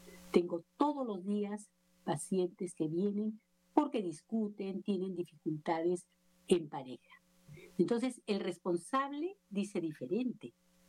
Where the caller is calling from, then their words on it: Lima, Peru; les hablo desde Lima, Perú. Por acá el clima muy variado, muy cambiante, hace frío, hace calor.